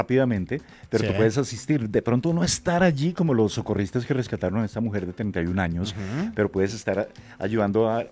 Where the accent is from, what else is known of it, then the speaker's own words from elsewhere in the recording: Colombia; Somos colombianos